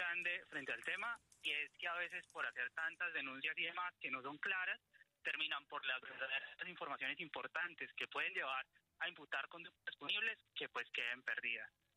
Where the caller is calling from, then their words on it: Bucaramanga, Santander, Colombia; Te hablo desde Bucaramanga.